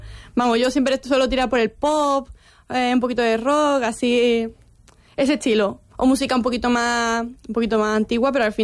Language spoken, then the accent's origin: Spanish; Algeciras, Andalusia, Spain; born there; also born or lived in Cádiz; me he criado aquí en mi calle y tal. Que yo soy realmente de Cádiz, pero claro, yo ya me encariño con Algeciras porque llevo ya muchos años aquí en Algeciras